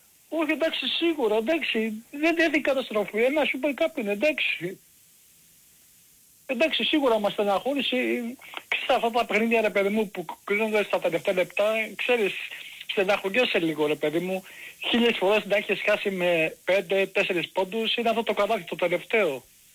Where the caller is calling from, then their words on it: Central Greece, Greece; από Εύβοια, από Αμάρι, τι κάνεις.